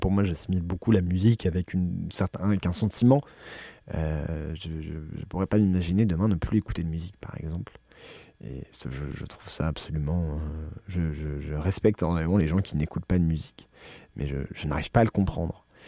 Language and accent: French; Paris, Île-de-France, France; en grandissant à Paris, ça s'offre très vite à toi quand même.